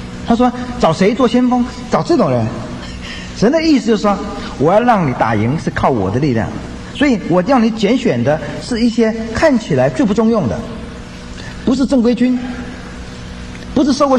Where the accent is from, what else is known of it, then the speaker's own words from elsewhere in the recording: China; 我们中国人很多都是多神论的